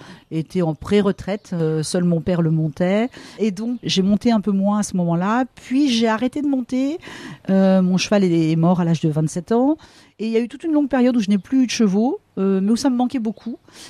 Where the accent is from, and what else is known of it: Breteuil, Normandy, France; born or raised there; also born or lived in Rouen